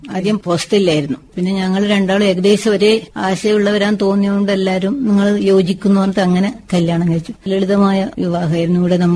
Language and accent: Malayalam; Karivellur, Kerala, India; ഞാൻ ജനിച്ചത് കരിവള്ളൂരിലാണ്. ദാരിദ്ര്യം കഷ്ടപ്പാടുമായിരുന്നു. അമ്മയും അച്ഛനും സാധാരണ കൂലിപ്പണിക്കാരായിരുന്നു. അപ്പൊ ഞങ്ങൾ 7 മക്കളായിരുന്നു.